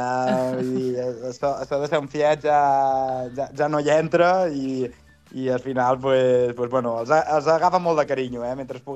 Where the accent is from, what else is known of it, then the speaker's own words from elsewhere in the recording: Balearic Islands, Spain; Vaig tornar a Menorca i a partir d'aquí, pues, de sa meva illa i de ca meva, pues, he recuperat aquesta força